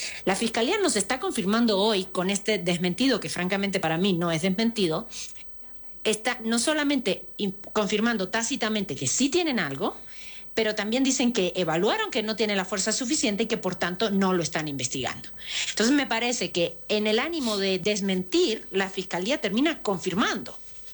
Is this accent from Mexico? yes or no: no; Cuba; born there; moved away; yo pues nací en Cuba y es parte del discurso con el que yo crecí